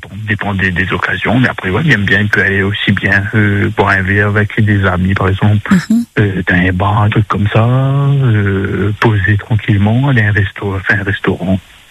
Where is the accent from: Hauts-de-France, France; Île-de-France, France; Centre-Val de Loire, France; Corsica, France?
Hauts-de-France, France; Donc je précise, je suis du Nord, mais après si c'est sur les autres secteurs, pas un souci non plus.